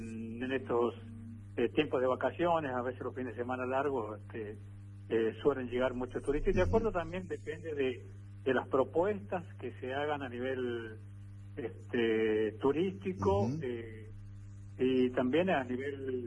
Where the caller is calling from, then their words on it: Rodeo, San Juan, Argentina; Sí, en la Villa de Rodeo, la capital del departamento de Iglesia.